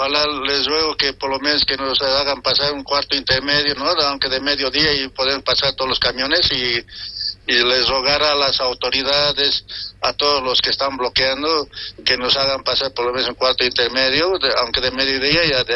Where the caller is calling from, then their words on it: Cochabamba, Bolivia; estamos en Cochabamba